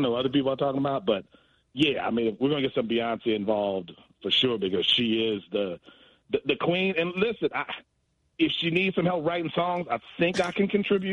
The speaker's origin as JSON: {"language": "English", "town": "Milwaukee", "region": "Wisconsin", "country": "United States", "said": "I mean, I'm from Milwaukee."}